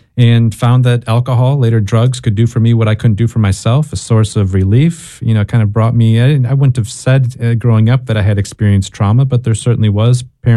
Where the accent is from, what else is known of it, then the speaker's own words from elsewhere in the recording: Wisconsin, United States; I grew up in Northeast Wisconsin in a family that was riddled by addiction. If you Google the drunkest counties in the United States, you'll see exactly where I grew up.